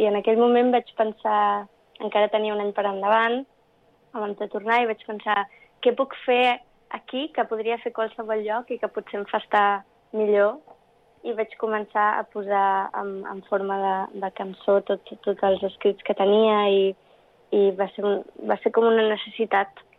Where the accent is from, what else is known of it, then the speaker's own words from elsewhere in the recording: Barcelona, Catalonia, Spain; first language English; Catalan is a second language; now in Brussels, Belgium; vaig néixer a Barcelona i vaig créixer aquí a Barcelona, però la meva llengua materna és anglès i a casa sempre s'ha parlat anglès.